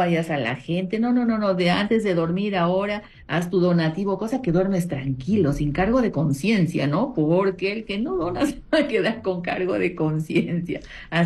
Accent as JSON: {"language": "Spanish", "country": "Peru", "said": "peruanos y siempre nos gustan las cositas a último minuto"}